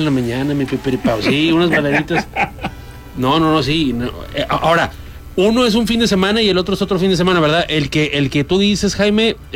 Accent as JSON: {"language": "Spanish", "country": "Mexico", "said": "yo soy mexicano, claro."}